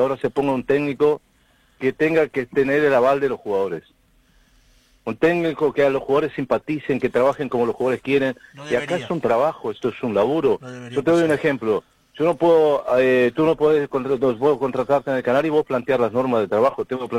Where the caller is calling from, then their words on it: Uruguay; No, yo soy más uruguayo que los jugadores.